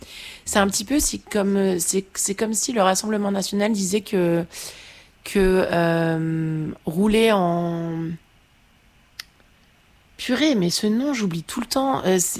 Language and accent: French; Caen, Normandy, France; c'est que moi je viens de Caen en fait.